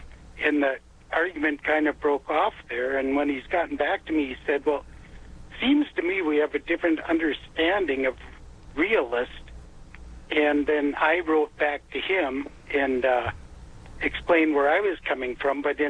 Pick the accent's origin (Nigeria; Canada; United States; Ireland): Ireland; I'm in a very heated argument with a notable systematic theologian, and we're both Irish, so we believe that any argument that's not heated is not worth having.